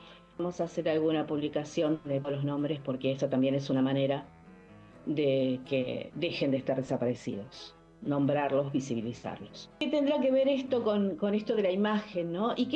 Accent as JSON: {"language": "Spanish", "country": "Argentina"}